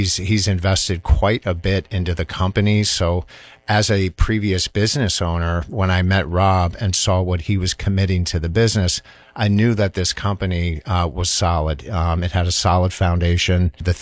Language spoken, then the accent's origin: English; Pelham, New York, United States; also born or lived in Manhattan; I grew up in Westchester County. I was born in a town in Mendocino. Manhattan and grew up in Pelham, New York.